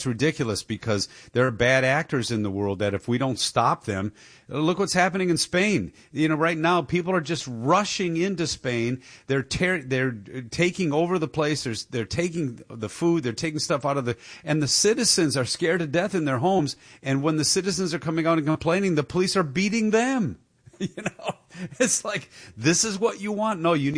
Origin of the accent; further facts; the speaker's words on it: Michigan, United States; I think it's happening in my home state. My original home state. I don't live there now, obviously. But Michigan.